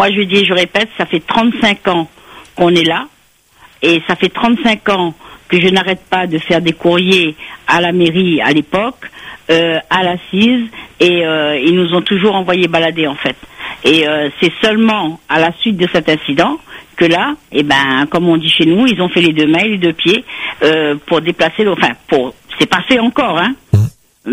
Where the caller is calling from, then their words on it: Réunion, France; On est à Moka, on est au chemin Moka